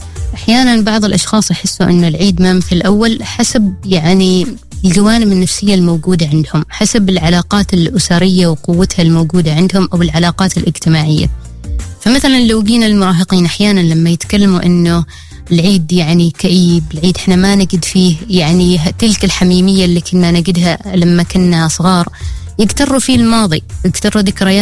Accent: Ad Dakhiliyah, Oman; also born or lived in Ash Sharqiyah North Governorate; now in Muscat, Oman; أسكن مثلا في محافظة مسقط، ومتزوجة في محافظة شمال الشرقية، وأصلي من محافظة الداخلية، فأعيش العيد بين هذه الثلاث محافظات.

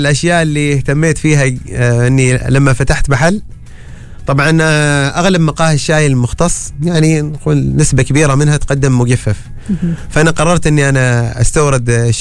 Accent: Oman; عندنا في عمان،

